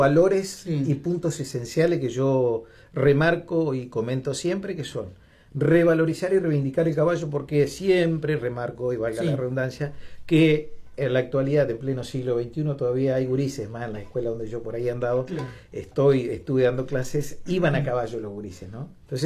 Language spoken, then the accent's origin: Spanish; Maciá, Entre Ríos, Argentina; Yo vivía en Maciá, soy oriundo de Maciá, departamento Tala. Al lado de mi casa había una canchita de fútbol.